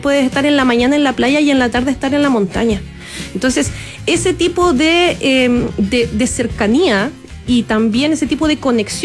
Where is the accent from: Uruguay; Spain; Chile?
Chile; Pichidangui, Coquimbo; soy nacida y criada dentro del turismo. Mi mamá es empresaria turística desde más de 40 años en Pichidangui, tiene cabañas. Y yo crecí en un Pichidangui donde el turismo se vivía lento, pausado, con tiempo